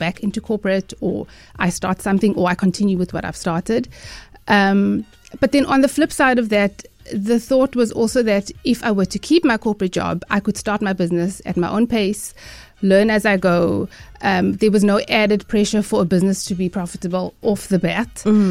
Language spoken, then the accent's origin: English; South Africa; So definitely, as a South African